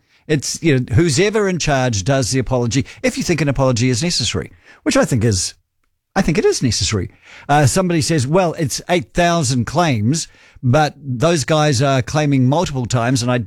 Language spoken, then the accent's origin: English; New Zealand; Speaking of a New Zealand thing, I'm a New Zealander in my 70s.